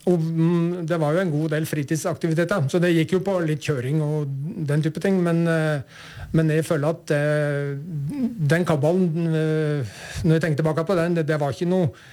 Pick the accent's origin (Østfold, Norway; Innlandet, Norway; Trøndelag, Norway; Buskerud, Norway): Buskerud, Norway; Uvdal; Utover det så jeg hjemme i Uvdal.